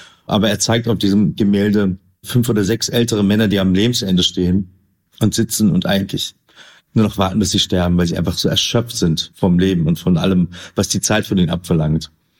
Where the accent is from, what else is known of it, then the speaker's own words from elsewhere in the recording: Berlin, Germany; Also ich bin in Kreuzberg groß geworden, war auf der Grundschule und habe eigentlich Theater gespielt in der Theater AG.